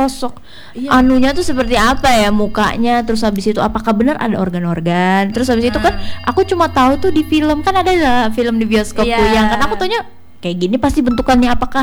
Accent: Java, Indonesia; Aku kan rantauan nih, aku dari Jawa gitu.

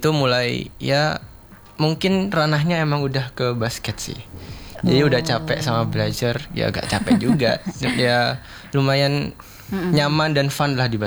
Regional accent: Bondowoso, East Java, Indonesia; Saya asli Bondowoso.

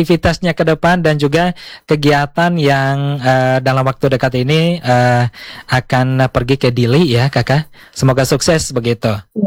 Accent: East Nusa Tenggara, Indonesia; identitas dan kebanggaan Kotong sebagai orang Timor yang ada di Nusa Tenggara Timur

